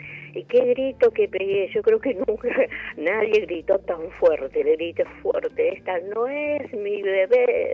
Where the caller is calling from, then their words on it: Buenos Aires, Argentina; De acá, de Flores.